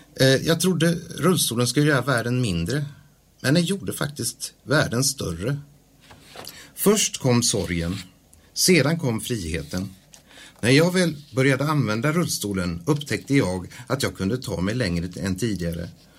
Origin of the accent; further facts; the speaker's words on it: Daxås, Halland County, Sweden; also born or lived in Hisingen; Som ni hör så kom jag inte från Falköping. Jag föddes på Hisingen men växte upp i Daxås i Varbergs kommun.